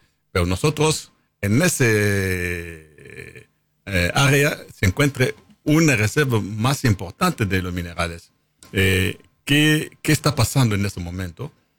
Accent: central Congo, DR Congo; Spanish is a second language; moved away; Yo soy del centro de Congo.

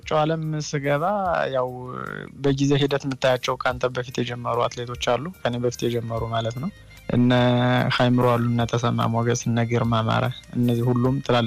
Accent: Gondar, Amhara, Ethiopia; born or raised there; now in Israel

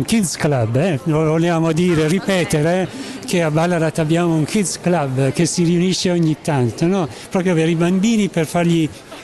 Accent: Foggia, Apulia, Italy; io sono di Foggia, quindi nord-sud della Puglia

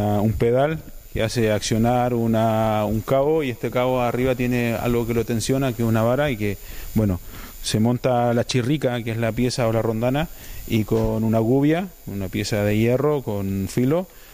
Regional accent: Calbuco, Los Lagos, Chile; moved away as an adult; now in Pasaia, Spain; Sí, sí, yo soy de Chile, de la décima región de los Lagos, en Calbuco, de ahí soy.

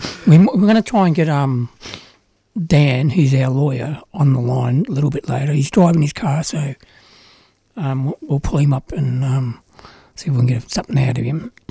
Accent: Australia

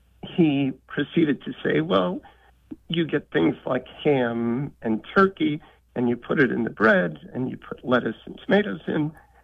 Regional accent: Queens, New York, United States; now in Irvington, United States; Right, but I grew up in Queens, in Astoria.

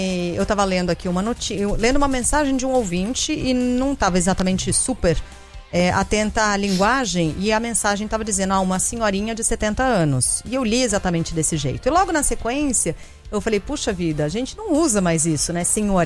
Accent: São Paulo, Brazil; Eu sou muito paulistana pra isso.

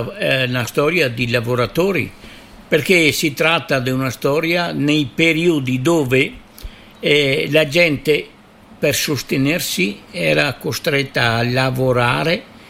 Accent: Recoaro Terme, Veneto, Italy; Sì, io sono originario di Recuaro Terme.

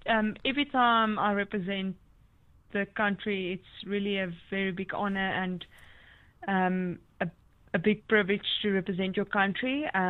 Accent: South Africa; especially being a South African

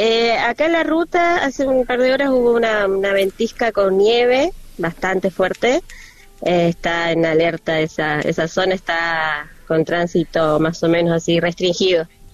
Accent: Córdoba, Argentina; moved away; Me crié en Córdoba, los escuchaba Amarito con Blanquita, así que imagínense lo que es. Llegué acá y llegué con la cadena 3.

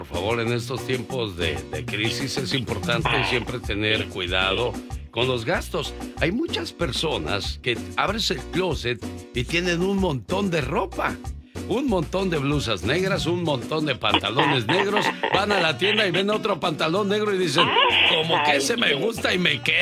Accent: Michoacán, Mexico; moved away; un día salí de Michoacán, pero Michoacán nunca salió de mí.

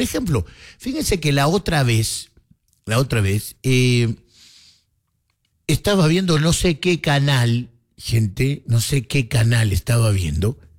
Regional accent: Atlántico, Colombia; moved away; nosotros venimos de el Atlántico, de la costa atlántica, de allí venimos, entonces nos acostumbraron a plátano frito.

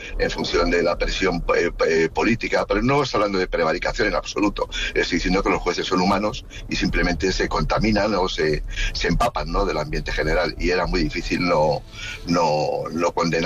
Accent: Spain; Una cosa sobria, como somos los castellanos, un cafelito.

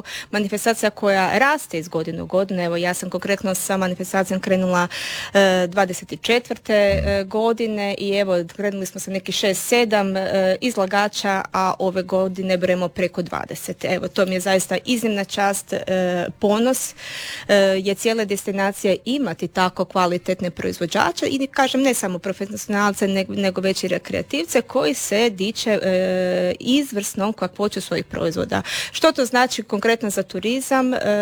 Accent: Istria County, Croatia; kod nas u Istri

